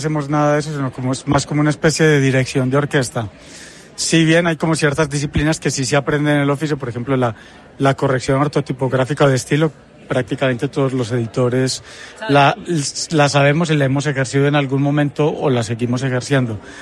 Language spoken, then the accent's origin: Spanish; Antioquia, Colombia; moved away as an adult; now in Spain; yo soy muy paisa